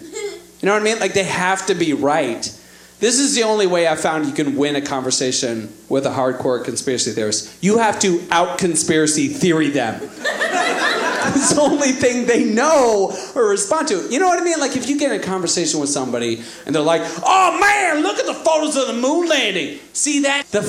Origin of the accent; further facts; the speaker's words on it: Virginia, United States; I'm from Virginia, the South.